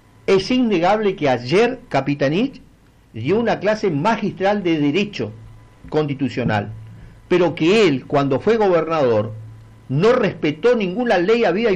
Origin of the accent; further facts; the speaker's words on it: Argentina; mi posición como ciudadano argentino